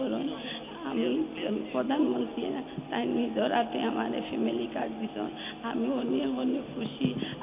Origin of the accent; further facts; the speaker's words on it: Tangichhara, Sylhet Division, Bangladesh; আমার গ্রাম টাঙ্গিছড়া, আমার ইউনিয়ন চ্যাংড়াবাজার, আমার উপজেলা কাজনগর, আমার জেলা মৌলভীবাজার।